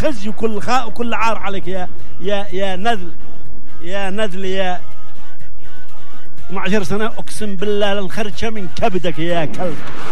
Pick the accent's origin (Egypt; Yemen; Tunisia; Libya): Yemen; إحنا من اليمن